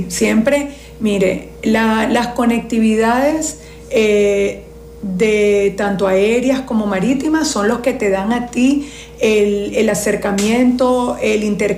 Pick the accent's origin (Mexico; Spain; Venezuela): Venezuela; creo que los venezolanos somos personas de bien